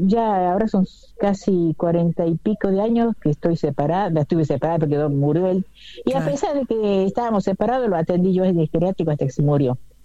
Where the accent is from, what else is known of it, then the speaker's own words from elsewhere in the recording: Sebastián Elcano, Córdoba, Argentina; also born or lived in Buenos Aires; Soy del norte de Córdoba, yo soy de Sebastián Elcano.